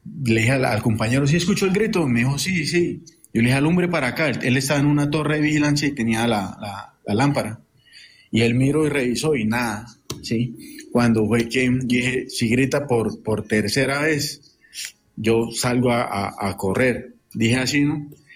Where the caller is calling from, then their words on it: Rionegro, Antioquia, Colombia; De Río Negro, Antioquia.